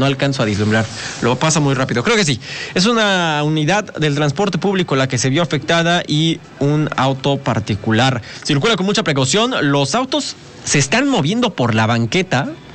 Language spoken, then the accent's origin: Spanish; Mexico; Como mexicanos, sí, celebramos la independencia